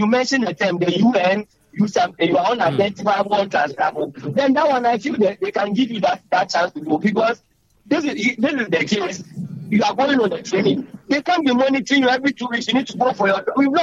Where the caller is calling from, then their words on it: Diabene, Ghana; I'm calling from Diabene.